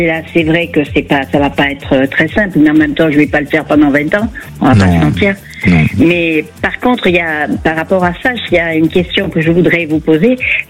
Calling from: Occitanie, France; Je vous appelle des Hautes-Pyrénées.

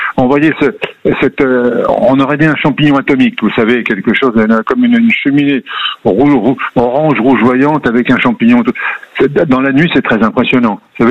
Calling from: Gujan-Mestras, Nouvelle-Aquitaine, France; Alors moi j'habite exactement, je suis à Gujan-Mestras, c'est le bassin sud, hein, si vous voulez.

